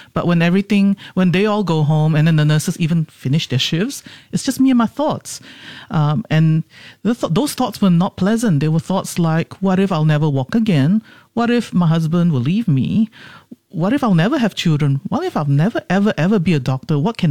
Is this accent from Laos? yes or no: no; Singapore; I mean, I grew up in Singapore, of course.